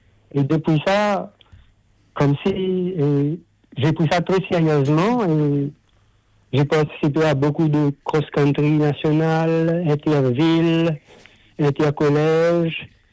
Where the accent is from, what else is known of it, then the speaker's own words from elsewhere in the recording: Beau Bassin-Rose Hill, Plaines Wilhems, Mauritius; moved away as an adult; now in Sydney, Australia; Je suis né à Maurice et j'habitais à Beaubassin, Roseville, pendant plusieurs années. Et d'ailleurs … 77 ans. Et on a quitté Maurice en 1983 pour venir s'établir à Sydney, moi et ma famille.